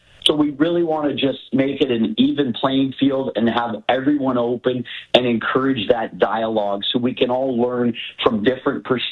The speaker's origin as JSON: {"language": "English", "area": "Niagara", "region": "Ontario", "country": "Canada", "tie": "born or raised there", "said": "Niagara, I've been born and raised in Niagara"}